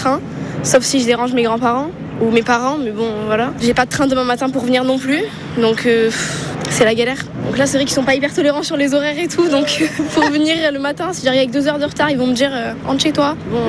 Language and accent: French; Mussidan, Nouvelle-Aquitaine, France; Moi, je suis de Mussidan, donc là, je suis en stage à Périgueux pendant 2 semaines.